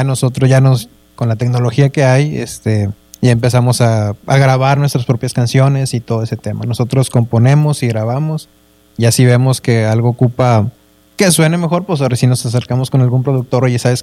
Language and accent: Spanish; Linares, Nuevo León, Mexico; Todos somos de Linares, sí.